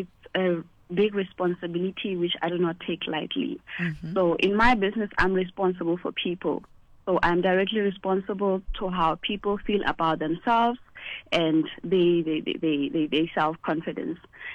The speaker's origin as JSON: {"language": "English", "country": "South Africa", "tie": "born or raised there"}